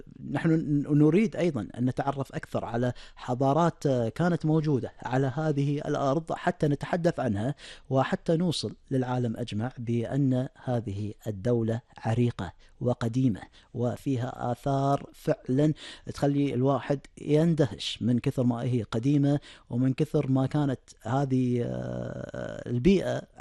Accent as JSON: {"language": "Arabic", "country": "Kuwait", "said": "اليوم نحن ككويتيين"}